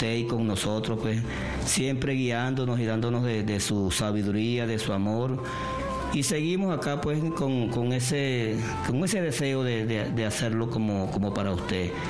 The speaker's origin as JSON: {"language": "Spanish", "country": "Venezuela"}